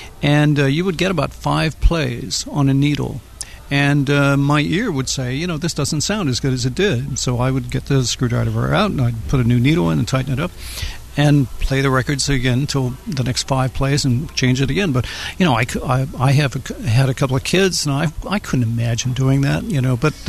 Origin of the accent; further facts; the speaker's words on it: Butler, Pennsylvania, United States; now in New York City, United States; I'm a recording engineer and producer. I'm a Duquesne University graduate, and born and raised in Butler, Pennsylvania. So I'm a proud Western Pennsylvania project here. And I now live in New York City